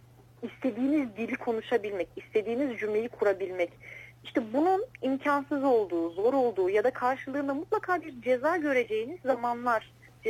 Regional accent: Izmir, İzmir, Turkey; born there; also born or lived in Kardzhali, Bulgaria; Kırcal'de doğdum, 5 yaşında Türkiye'ye, İzmir'e geldim. Ama bundan 5 yaşından sonra da düzenli aralıklarla devamlı Bulgaristan'a gidip geldim.

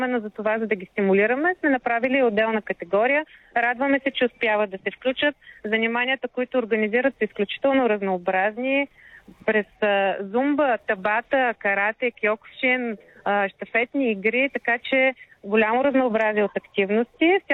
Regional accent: Plovdiv, Plovdiv Province, Bulgaria

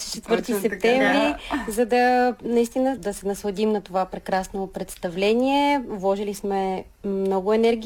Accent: Plovdiv, Plovdiv Province, Bulgaria; основно аз съм родна от Пловдив

